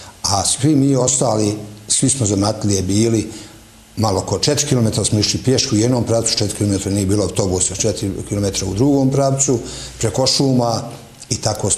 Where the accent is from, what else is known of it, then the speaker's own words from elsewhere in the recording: Gornji Šepak, Republika Srpska, Bosnia & Herzegovina; born there; Pa ja sam rođen u Gornjem Šepku, tada nije bilo bolnica i po bolnicama se nije išao